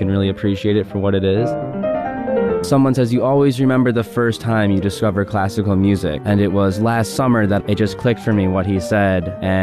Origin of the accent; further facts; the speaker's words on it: Guilderland, New York, United States; from Guildeland, New York.